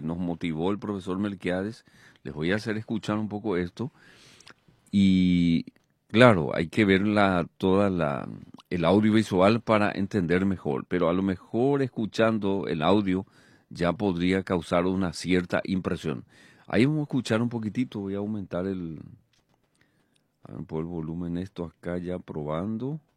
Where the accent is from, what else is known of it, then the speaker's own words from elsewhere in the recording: Paraguay; ¿Quiénes somos los paraguayos?